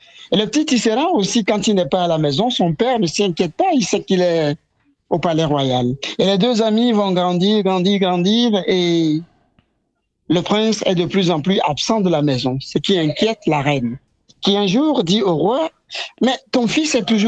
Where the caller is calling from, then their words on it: Lomé, Maritime, Togo; Alors, le Togo est un petit pays d'Afrique de l'Ouest.